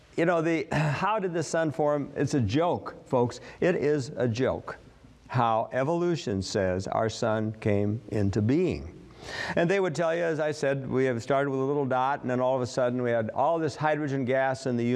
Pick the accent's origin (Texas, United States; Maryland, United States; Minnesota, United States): Minnesota, United States; I was raised in Minnesota, where we we're quite familiar with northern lights.